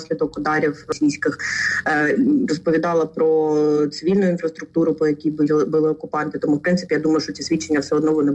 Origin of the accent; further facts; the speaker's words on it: Makiivka, Donetsk Oblast, Ukraine; also born or lived in Mariupol; Родом з Донеччини, народилася я в місті Макіївка Донецької області, і, на жаль, з 14-го року моє місто окуповане росіянами.